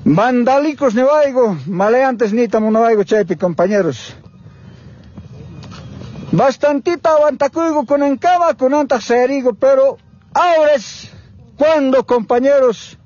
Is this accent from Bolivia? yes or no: yes; Bolivia; Por eso tenemos derecho a salir a esta carretera para defender a nuestro país como bolivianos, como campesinos, compañeros.